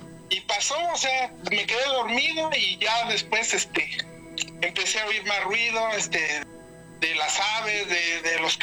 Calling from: Puebla, Mexico; Desde la ciudad de Puebla, capital.

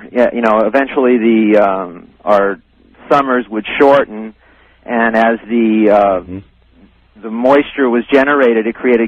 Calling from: Kona, Hawaii, United States

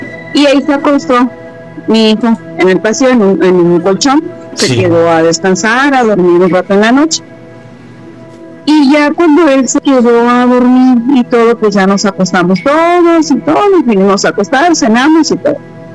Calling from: La Paz, Baja California Sur, Mexico; De La Paz, Baja California Sur.

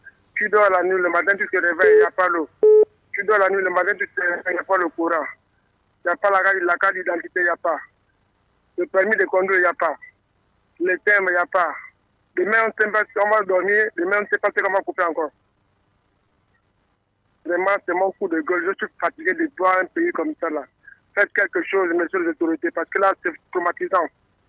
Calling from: Gabon; Moi aussi, je suis un Gabonais, mais ça me fait mal. J'ai peur de mon pays.

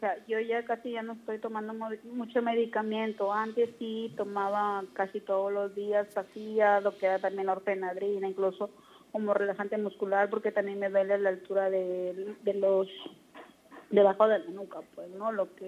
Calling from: Catacaos, Piura, Peru; Yo vivo en Catacao, Piura.

